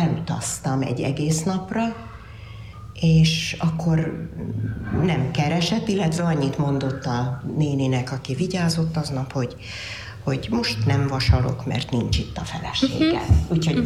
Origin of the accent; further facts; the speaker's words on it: Hungary; Mi magyarok vagyunk, Pali, és Magyarországon élünk